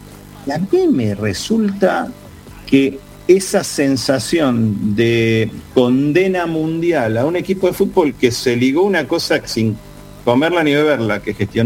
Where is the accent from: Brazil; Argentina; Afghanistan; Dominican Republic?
Argentina; moved away; La primera vez en mi vida que digo que soy argentino